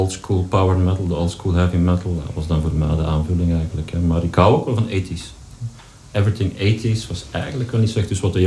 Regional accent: Mechelen, Flanders, Belgium; Ik ben van Mechelen.

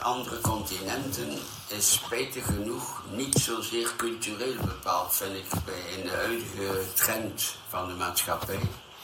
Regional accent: Ghent, Flanders, Belgium; omdat ik ook twee, drie talen ben opgevoed in Gent. Ik ben Gentenaar.

